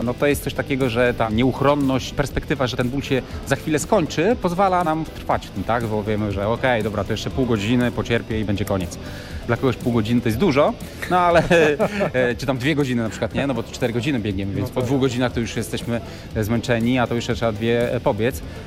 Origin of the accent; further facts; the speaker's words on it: Warsaw, Masovian Voivodeship, Poland; Ja jestem generalnie z Warszawy